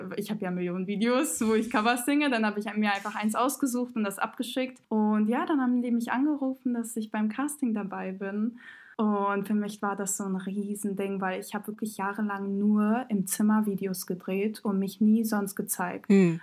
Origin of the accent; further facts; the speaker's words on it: Montenegro; Wir kommen aus Montenegro und jedes Mal, wenn Montenegro da auch mitmacht, sind wir so, okay, Eurovision ist so das Ding bei uns.